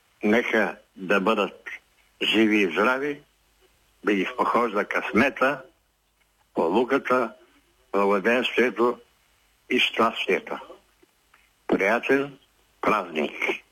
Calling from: Sofia, Sofia City, Bulgaria

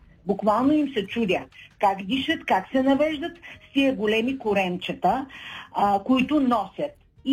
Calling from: Shumen, Shumen Province, Bulgaria; съм от Шумен.

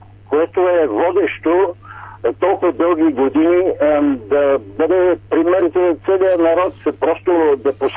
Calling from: Sofia, Sofia City, Bulgaria; от София съм важен

